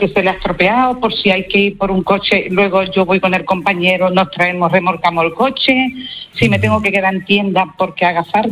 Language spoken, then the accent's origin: Spanish; Tarifa, Andalusia, Spain; moved away; No, me gusta mucho hablar, yo soy andaluza, yo estoy aquí, vine aquí buscando trabajo y ya me quedé aquí.